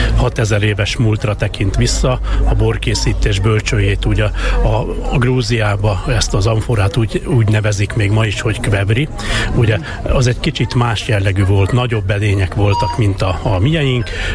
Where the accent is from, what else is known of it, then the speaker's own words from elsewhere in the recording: Lovas, Veszprém County, Hungary; ahol mi élünk, ahonnan mi származunk, meg ahol van a pince is, ugye Lovason az Öreghegyen, amit úgy hívnak közelebbi nevén, hogy Vámosi hegy.